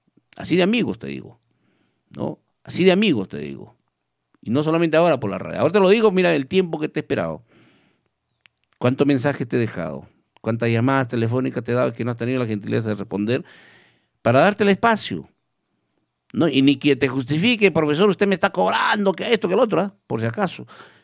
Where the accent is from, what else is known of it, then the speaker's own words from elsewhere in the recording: Villa Rica, Pasco, Peru; somos de aquí de Villarrica